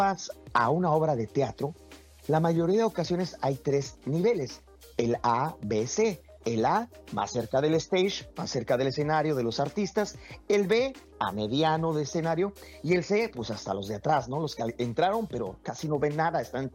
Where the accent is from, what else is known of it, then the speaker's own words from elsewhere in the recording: Mexico; en México, y te lo digo porque soy mexicano